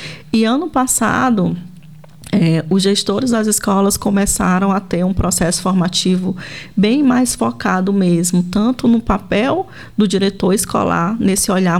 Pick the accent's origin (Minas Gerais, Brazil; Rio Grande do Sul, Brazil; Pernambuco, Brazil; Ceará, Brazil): Ceará, Brazil; Sobral; diferente de Pinhal, a cidade de onde eu vim, que é Sobral, o município ele contempla desde a educação infantil até o Fundamental 2.